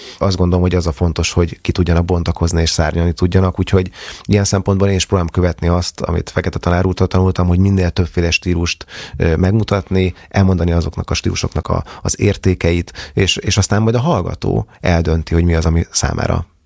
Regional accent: Budapest, Hungary; én Vekerlén nőttem fel, ott is éltem, éppen a közelmúltban költöztem el egyébként onnan, de egészen mostanáig Vekerlén éltem

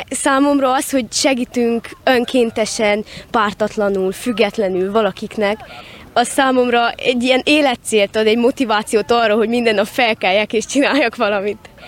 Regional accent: Transylvania, Romania; és Erdélyből jöttem.

